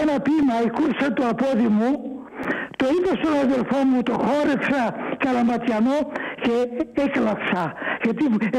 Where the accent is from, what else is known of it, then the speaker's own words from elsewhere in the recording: Cyprus; moved away; Και σαν με διώξαν οι Τούρκοι από το νησί μου να φύγω από το σπίτι